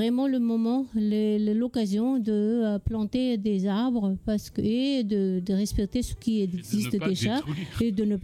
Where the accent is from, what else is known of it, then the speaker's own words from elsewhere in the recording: Marseille, Provence-Alpes-Côte d'Azur, France; je ne sais plus, je suis marseillaise.